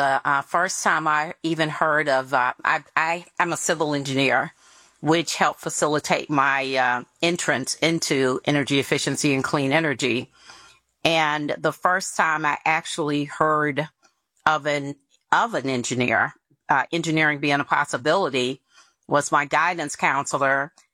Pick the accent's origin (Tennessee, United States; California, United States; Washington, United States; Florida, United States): Tennessee, United States; I'm actually from Tennessee. So I went to Stratford High, which no one will know.